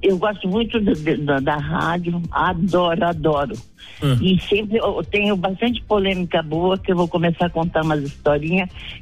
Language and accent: Portuguese; Curitiba, Paraná, Brazil; now in São Paulo, Brazil; eu sou de Curitiba. Eu que moro aqui em São Paulo agora, mas eu era de Curitiba.